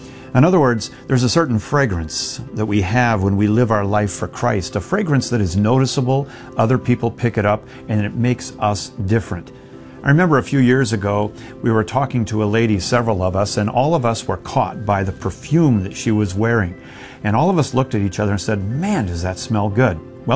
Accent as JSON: {"language": "English", "region": "Minnesota", "country": "United States", "tie": "born or raised there", "said": "I remember growing up in Minnesota, I was a big Minnesota Twins fan."}